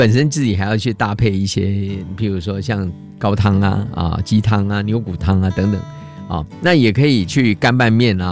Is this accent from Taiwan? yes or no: yes; Taiwan; 对对，我在台湾长大，我居然不知道有公主面、